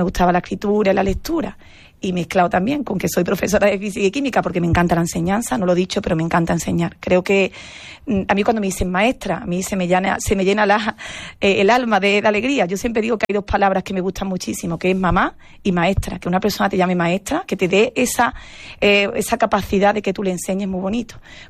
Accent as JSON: {"language": "Spanish", "town": "El Saucejo", "region": "Andalusia", "country": "Spain", "said": "De hecho, en el Saucejo, en mi pueblo, en la revista de la feria, que hace una revista"}